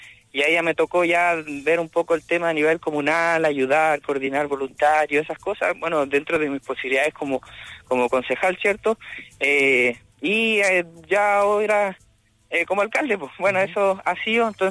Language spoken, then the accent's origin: Spanish; Tierra Amarilla, Atacama, Chile; nacido y criado en Tierra Amarilla, al frente del río, así que conozco aquí bien mi territorio.